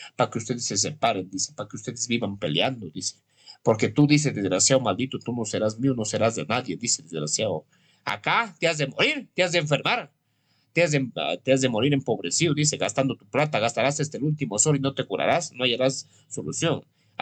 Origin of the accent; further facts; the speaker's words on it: Huancabamba, Piura, Peru; born there; A donde me vaya, a donde me encuentre, de mi tierra Huancabamba. Huancabamba, la tierra que me vio nacer, siervos. Sí, Huancabamba, la tierra que me dio nacer. Desde la provincia de Huancabamba, Salalá, Sondorillo